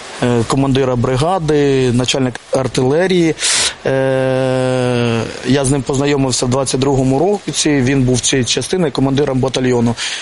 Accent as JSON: {"language": "Ukrainian", "town": "Kharkiv", "region": "Kharkiv Oblast", "country": "Ukraine", "said": "ми харків'яни"}